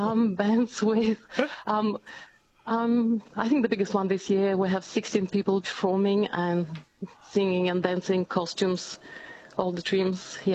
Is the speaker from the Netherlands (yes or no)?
no; Latvia; moved away as an adult; now in Australia; Yes, I'm from Latvia, and of course, Latvia competes in Eurovision every year. I've been living in Australia for the last 33 years.